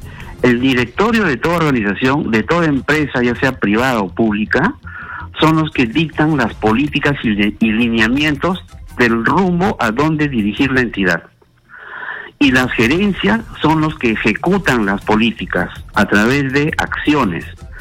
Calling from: Lima, Peru; Estoy llamando desde Los Olivos.

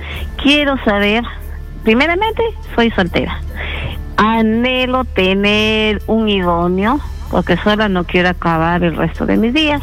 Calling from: Cajamarca, Peru; Es que yo soy norteña y en el norte uno habla...

